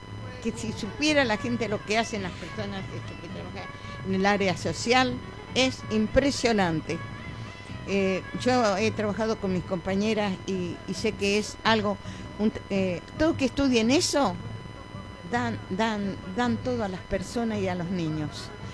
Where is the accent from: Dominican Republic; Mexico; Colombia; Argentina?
Argentina; Corrientes; Él sabía que yo soy correntina